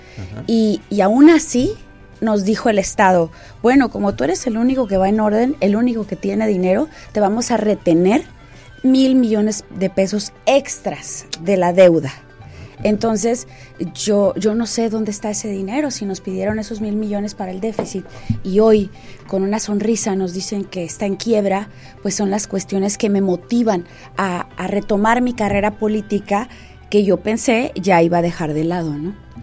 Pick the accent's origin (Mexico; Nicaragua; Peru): Mexico; Baja California; yo llegué aquí a los 2 años. Entonces, soy de aquí, ¿no? Soy Baja californiana.